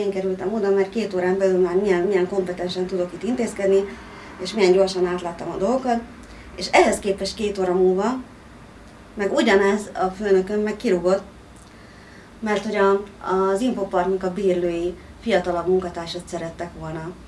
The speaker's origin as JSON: {"language": "Hungarian", "country": "Hungary", "tie": "born or raised there", "said": "mert én úgy nőttem fel ebben az országban, hát a törzs hallgatók tudják, hogy görög vagyok."}